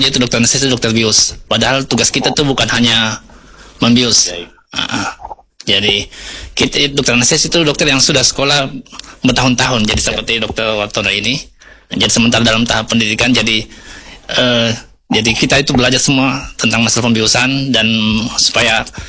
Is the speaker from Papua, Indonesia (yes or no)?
yes; Biak, Papua, Indonesia; also born or lived in Makassar; saya sendiri ini memang lahir dan besar di Biak ya. Jadi SD sampai SMA di Biak, kemudian melanjutkan sekolah di Kedokteran Unhas. Habis itu kembali menjadi PNS di Biak